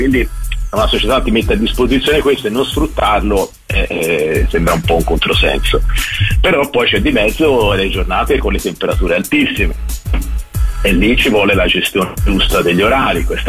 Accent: Florence, Tuscany, Italy; sono fiorentino

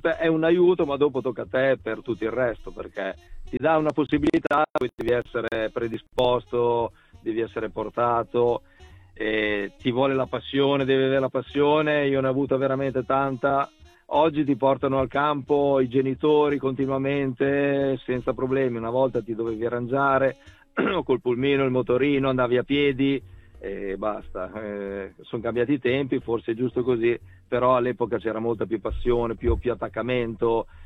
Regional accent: Crespellano, Emilia-Romagna, Italy; E in porta dopo mi videro dei dirigenti del mio paese, di Crespellano, che era appunto la società, il paese dove cui vivevo

